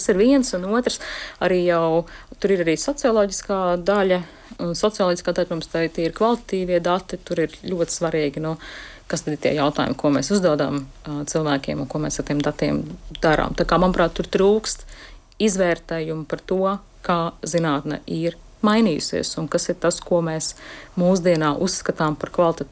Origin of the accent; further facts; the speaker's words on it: Riga, Latvia; es esmu balta, es esmu sieviete, es esmu heteroseksuāla, es esmu rīdziniece.